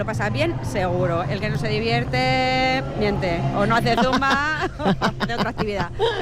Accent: Madrid, Community of Madrid, Spain; Yo de Madrid.

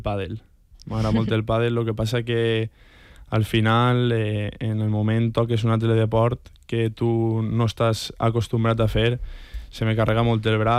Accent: Montserrat, Valencian Community, Spain; jo sóc de Montserrat

